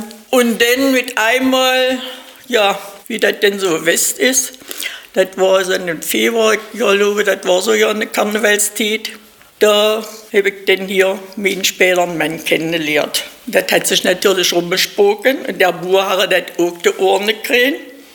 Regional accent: Seehausen, Saxony-Anhalt, Germany; Ich stamme hier aus Seehausen, Kreis Wensleben. Naja, dann bin ich dann also hier in Kochstedt gelandet. Aber ich bin eine Bauernfamilie

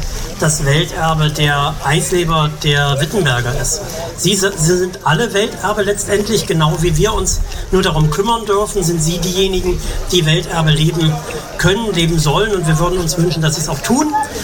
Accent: Worbis, Thuringia, Germany; born there; Der Landrat hat es gerade gesagt, aus Neunspringe, aus der Brauerei Neunspringe in Worbes ist mein Geburtsort.

